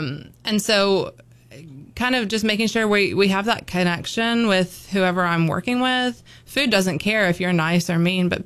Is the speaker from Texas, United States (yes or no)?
no; Birmingham, Alabama, United States; born or raised there